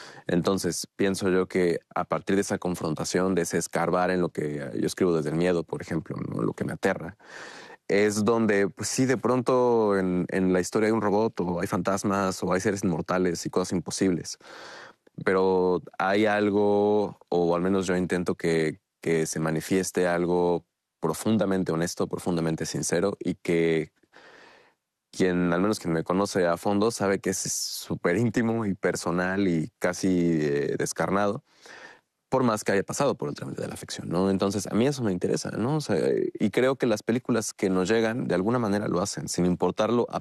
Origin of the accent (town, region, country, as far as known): Mexico